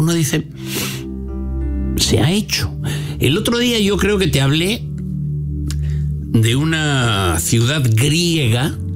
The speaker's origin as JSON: {"language": "Spanish", "town": "San Román", "region": "Castile and León", "country": "Spain", "tie": "born or raised there", "said": "cuando yo he llegado aquí a España, a León, a mi pueblo, San Román."}